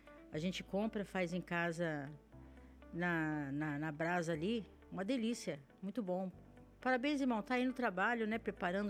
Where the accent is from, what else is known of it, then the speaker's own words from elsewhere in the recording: São Paulo, Brazil; Eu nasci aqui, sou da Gema. Eu sou paulistana